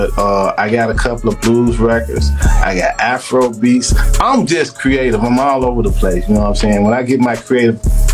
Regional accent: Memphis, Tennessee, United States; because actually I was raised in North Memphis, and coming up in North Memphis, I didn't even know it was a big world out there, you know.

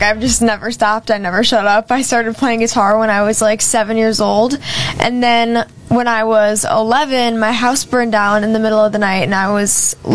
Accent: Illinois, United States; I mean, it's a pretty small town where I come from. That's right in the south suburbs of Chicago.

